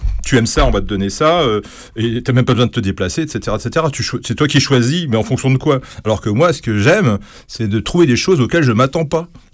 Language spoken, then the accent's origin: French; Grand Est, France; now in Paris, France; Dans le sud de l'Alsace.